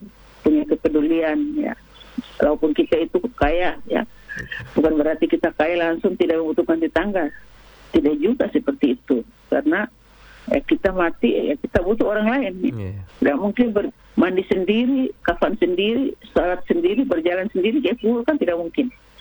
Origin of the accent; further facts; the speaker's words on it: North Maluku, Indonesia; kita orang Maluku Utara ya, terutama yang ada di Ternate ini.